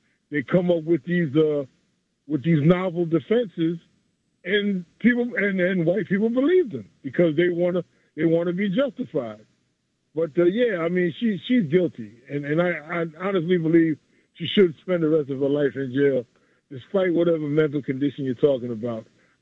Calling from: New York City, New York, United States; It's from Jamaica, Queens.

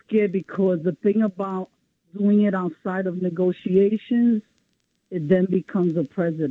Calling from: New York City, New York, United States; from the Bronx.

